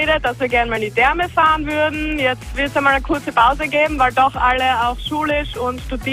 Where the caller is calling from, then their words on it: Graz, Styria, Austria; ich komme aus Graz.